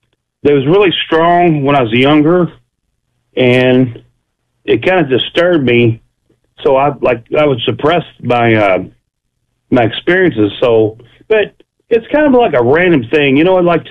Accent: Louisville, Kentucky, United States; Yes, sir. I'm from Louisville, Kentucky, and you know what?

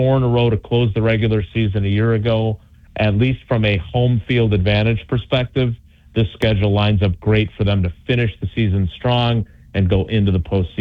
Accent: Milwaukee, Wisconsin, United States; I grew up in Milwaukee on the South Side, and my grandparents in the 1940s bought the Milwaukee tickets when they used to play at State Fair Park.

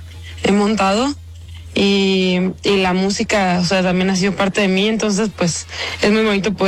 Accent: Mexico City, Mexico; moved away as an adult; now in Querétaro, Mexico; toda mi vida. Es que, o sea, yo crecí en el Ajusco.

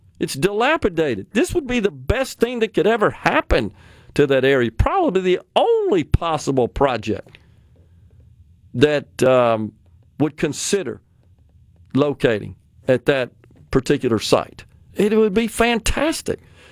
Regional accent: Jackson, Mississippi, United States; West Jackson over there to where I grew up on Northside Drive, kind of sandwiched between Bowling Street and Watkins

